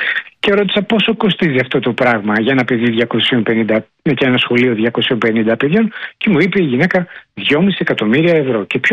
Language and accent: Greek; Greece